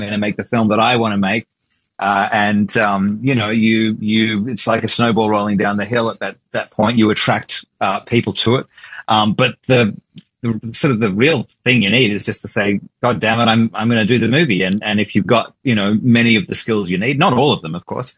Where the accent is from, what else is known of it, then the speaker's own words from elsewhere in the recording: Melbourne, Victoria, Australia; now in Sydney, Australia; And I started making short films growing up in Melbourne, became part of the Melbourne Super 8 group.